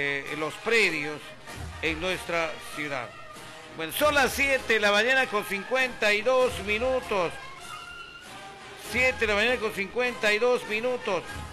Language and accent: Spanish; Peru; estamos orgullosos de ser peruanos, de haber nacido en esta hermosa tierra llamada Perú.